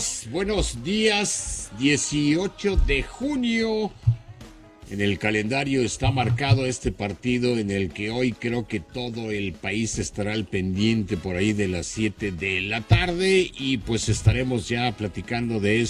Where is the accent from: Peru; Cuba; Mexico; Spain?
Mexico; nosotros, pues como mexicanos